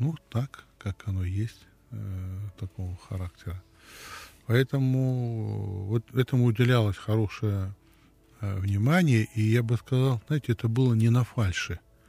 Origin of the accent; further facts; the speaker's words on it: Belarus; я родился и вырос в Белоруссии.